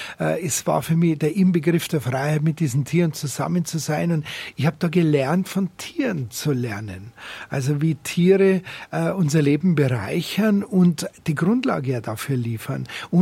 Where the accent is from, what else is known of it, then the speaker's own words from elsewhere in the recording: Munich, Bavaria, Germany; Ich bin ja Münchner Kind, in der Siedlung aufgewachsen. Da gab's kaum Haustiere. Meine Eltern sind 1956 dort hingezogen.